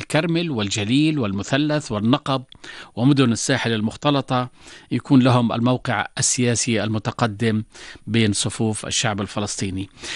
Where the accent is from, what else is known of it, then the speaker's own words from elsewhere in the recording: Jordan; وأيضا على المستوى الوطني يعني إحنا كأردنيين دائما يعني ننظر لكم